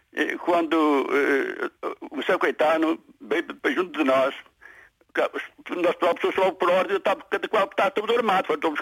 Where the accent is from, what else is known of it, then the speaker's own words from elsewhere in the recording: Vila das Aves, Porto, Portugal; born there; also born or lived in Lisbon; now in Maia, Portugal; Eu sou natural da Vila das Aves, Santo Tirso.